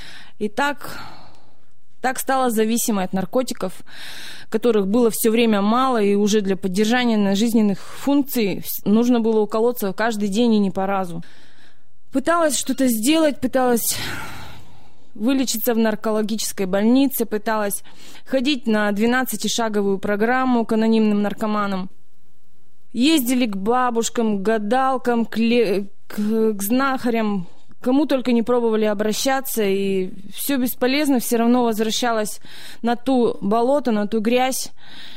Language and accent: Russian; Chaykovsky, Perm Krai, Russia; born or raised there